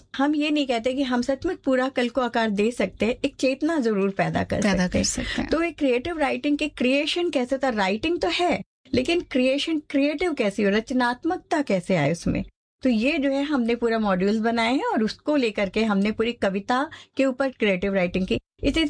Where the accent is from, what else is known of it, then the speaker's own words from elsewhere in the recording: Mumbai, Maharashtra, India; मैं बॉम्बे से हूँ